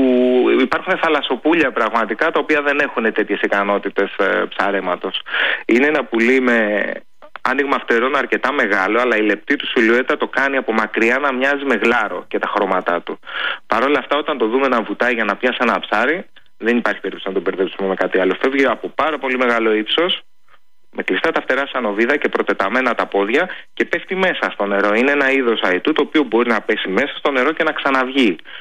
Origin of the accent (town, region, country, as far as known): Greece